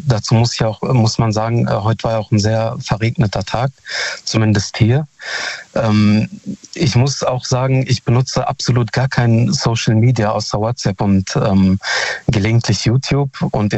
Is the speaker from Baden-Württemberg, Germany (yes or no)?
no; Hamm, North Rhine-Westphalia, Germany; ich komme aus Hamm.